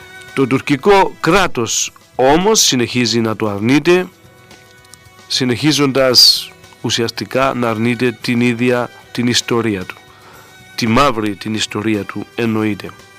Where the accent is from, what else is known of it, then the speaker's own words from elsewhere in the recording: Greece; ως Έλληνες